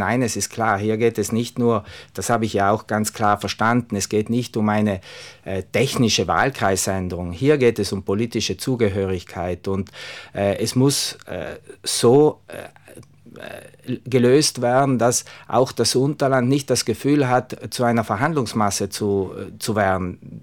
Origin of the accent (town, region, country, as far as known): Trentino-Alto Adige, Italy